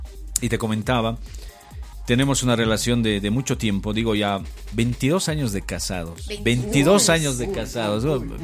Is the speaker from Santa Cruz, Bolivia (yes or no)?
no; Quime, La Paz, Bolivia; moved away; Yo soy de Quime, un pueblito acá en el departamento de La Paz.